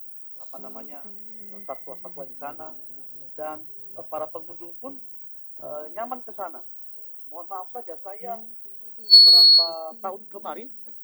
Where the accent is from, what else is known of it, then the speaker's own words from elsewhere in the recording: Palolo, Central Sulawesi, Indonesia; Ya, jadi saya mencintai akan daerah saya di Sigi, karena saya orang Sigi, Palolo saya.